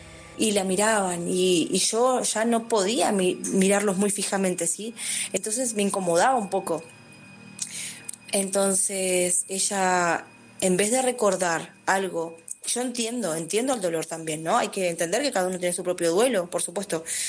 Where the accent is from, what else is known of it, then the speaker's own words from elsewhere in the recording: Lomas de Zamora, Buenos Aires Province, Argentina; Soy de Zona Sur, Lomas de Zamora.